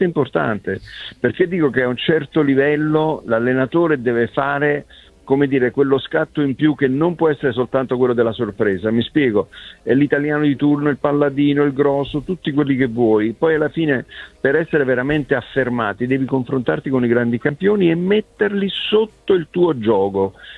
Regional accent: Naples, Campania, Italy; se appena scrivo qualche cosa sul Napoli, io napoletano, mi arrivano sempre le critiche.

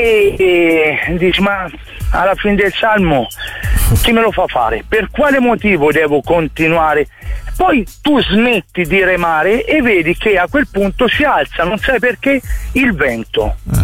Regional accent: Tuscany, Italy

